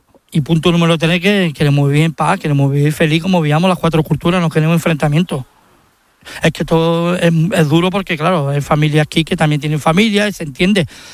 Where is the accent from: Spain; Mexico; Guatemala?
Spain; Yo soy muy español y daría mi vida por España. Pero sí, es verdad que soy de religión musulmana, no tiene nada que ver. Pero yo soy español de pura cepa, vamos, yo mato por España.